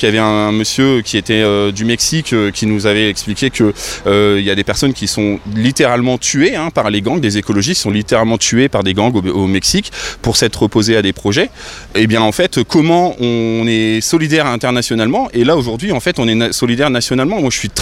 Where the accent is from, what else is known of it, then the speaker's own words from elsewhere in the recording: Oisy-le-Verger, Hauts-de-France, France; also born or lived in Douai; Moi, je suis né ici, enfin, je suis pas né ici, je suis né à Douai, mais j'ai fait de 6 ans à 22 ans à Oisil-Verger, j'ai habité ici, donc je connais bien, c'est ma coin, comme on dit.